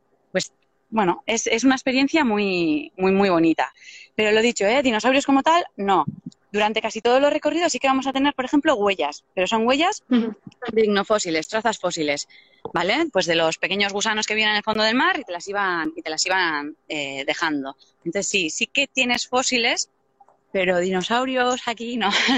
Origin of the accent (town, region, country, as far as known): Deba, Basque Country, Spain; born there; also born or lived in Zumaia